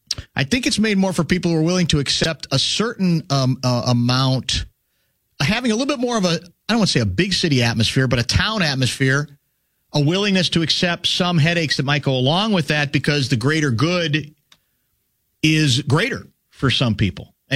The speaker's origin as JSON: {"language": "English", "town": "Shakopee", "region": "Minnesota", "country": "United States", "tie": "born or raised there", "said": "When I was growing up in Shakopee, there was a residential grocery store, Christensen's Grocery, and it ran across the street from the school."}